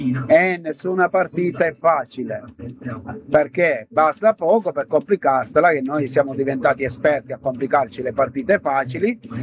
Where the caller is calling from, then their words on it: Lavagna, Liguria, Italy; … da Lavagna